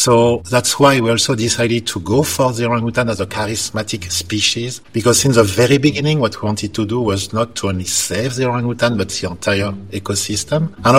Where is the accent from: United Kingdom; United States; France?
France; Paris, Île-de-France; English is a second language; now in Malaysia; I am originally from Paris in France. That's why earlier I said bonjour. Sure, I should have said selamat pagi. This is a way we say hi here in Malaysia.